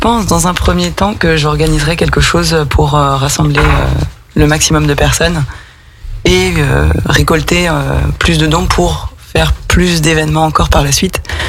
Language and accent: French; France; moved away as an adult; j'ai 36 ans, je suis aixoise et amoureuse de ma région.